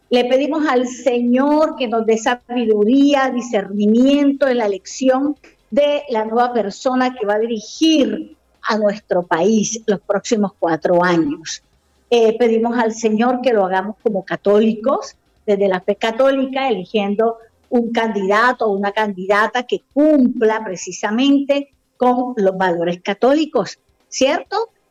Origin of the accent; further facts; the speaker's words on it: Colombia; nosotros los colombianos somos los que mantenemos esas paredes